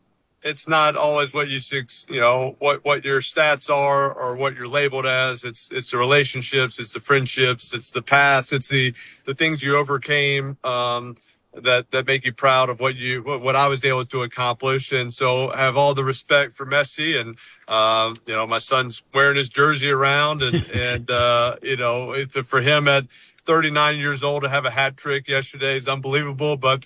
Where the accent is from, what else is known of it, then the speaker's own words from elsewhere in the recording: New Orleans, Louisiana, United States; I mean, I grew up in New Orleans. I knew what a parade was. I've kind of seen Mardi Gras and thought that was crazy.